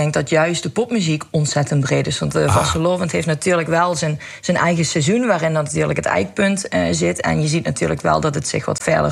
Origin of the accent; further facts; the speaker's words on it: Limburg, Netherlands; we trots zijn dat we uit Limburg komen.